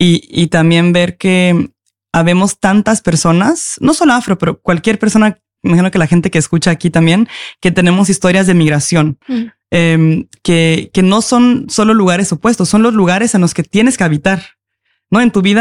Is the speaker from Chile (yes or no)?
no; Norway; pero aquí yo soy noruega, yo tengo pasaporte noruego, no hay casi nadie que se ve como yo.